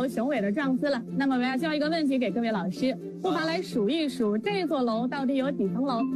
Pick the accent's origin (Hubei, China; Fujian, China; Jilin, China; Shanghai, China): Hubei, China; Wuhan; 欢迎你们来到我们这个湖北武汉，能够欣赏我们武汉的美景，也能听听我们武汉的乡音